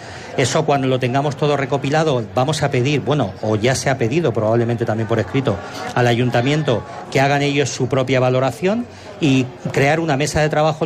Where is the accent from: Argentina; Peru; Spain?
Spain; yo que soy de Santana, pues el distrito 6